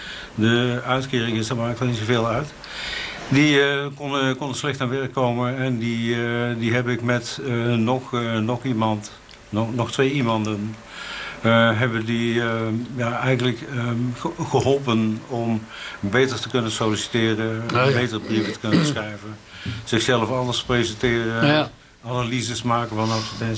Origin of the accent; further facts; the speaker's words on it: Tilburg, North Brabant, Netherlands; moved away as an adult; now in Gilze, Netherlands; ik ben in Tilburg geboren. We hebben in Tilburg gewoond tot we 22 waren. Toen zijn we verhuisd naar Goorlen. We hebben een huis gekregen in de Helle.